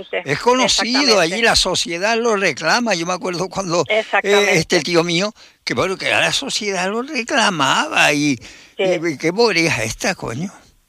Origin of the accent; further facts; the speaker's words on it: Guatiza, Canary Islands, Spain; born there; Yo nací en Guatiza, ¿eh? Te dije que conocía el tema, pero